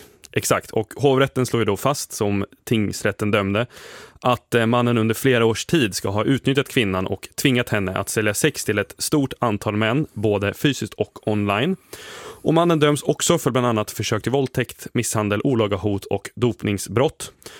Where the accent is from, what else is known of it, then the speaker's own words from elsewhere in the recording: Sundsvall, Västernorrland County, Sweden; Men nu ska vi komma ihåg att jag är ju Sundsvallsbo, va?